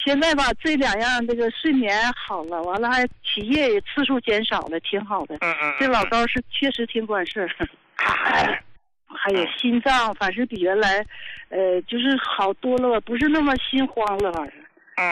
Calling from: Qiqihar, Heilongjiang, China; 我是黑龙江的，那啥，齐齐哈尔的，71岁了

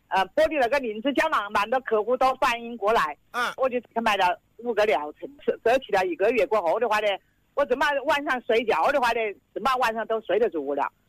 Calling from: Wuhan, Hubei, China; 我是武汉市的江岸区域的。

